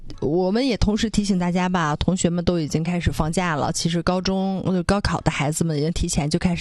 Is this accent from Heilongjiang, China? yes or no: no; Jilin, China; 我们小的时候因为都是在吉林市长大的，